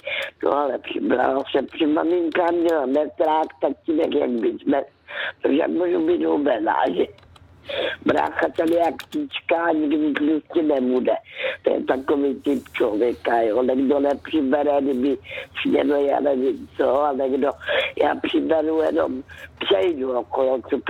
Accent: Karolinka, Zlín Region, Czechia; já jsem dcerka z Valašska, která se narodila v Karolínce, kde je hrozně pěkné, aspoň mi se tam vždycky líbilo. To není daleko od Vizoviče.

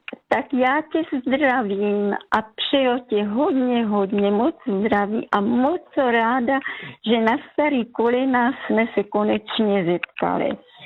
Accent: Olomouc Region, Czechia; accent: Hanák dialect; now in Jeseník, Czechia; A já jsem slíbila, dala jsem slovo, že když dneska budu mluvit, tak budu mluvit hanácky.

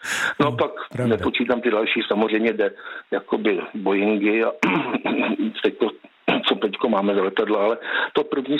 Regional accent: Plzeň, Plzeň Region, Czechia; protože můj otec, jsem z Plzně, můj otec pracoval ve Škodovce jako já celý život

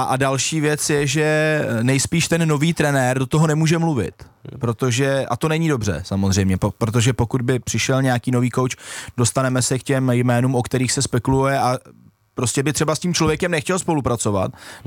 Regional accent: Liberec, Liberec Region, Czechia; Já vzhledem k tomu, že jsem z Liberce a hodně sleduju ten tým

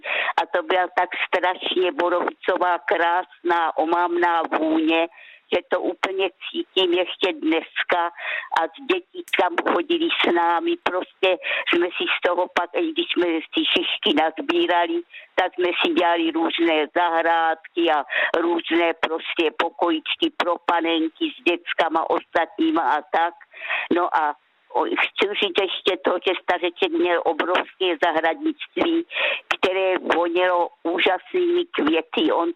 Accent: South Moravian Region, Czechia; born there; Narodila jsem se v Lohací u Hodonína a tam jsem měla babičku

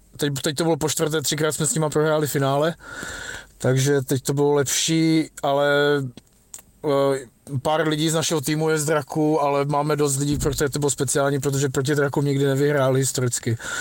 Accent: Ostrava, Moravian-Silesian Region, Czechia; now in Brno, Czech Republic; Já pocházím z Ostravy, ale jsem

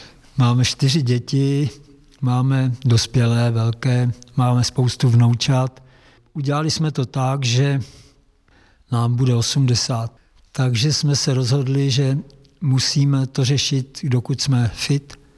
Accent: Liberec, Liberec Region, Czechia; moved away; Já jsem se narodil v Liberci vedle botanické zahrady.

